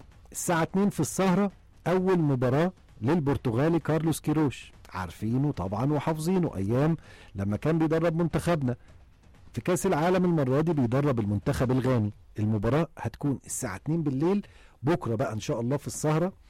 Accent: Egypt; احنا كمصريين

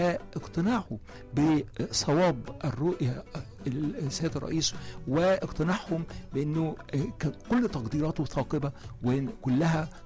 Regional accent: Egypt

